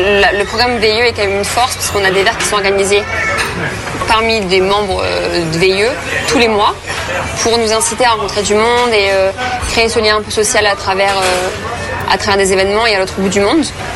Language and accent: French; France; moved away as an adult; now in Australia; Le fait que je sois française